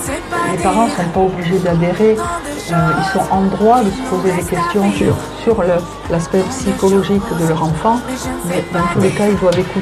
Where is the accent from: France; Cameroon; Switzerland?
France; Calvi, Corsica; donc pour situer, donc je suis corse et on habitait à Calvi.